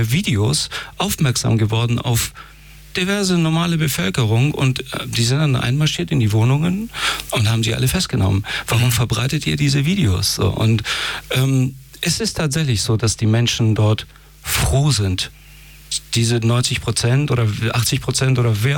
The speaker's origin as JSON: {"language": "German", "country": "Iran", "moved": "yes", "said": "man hat wirklich auch als Iraner direkten Kontakt und erlebt das auch."}